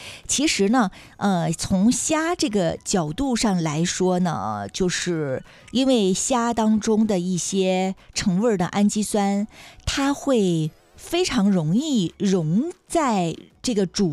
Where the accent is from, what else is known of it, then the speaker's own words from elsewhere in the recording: Dalian, Liaoning, China; 我们大连人也喜欢这样吃啊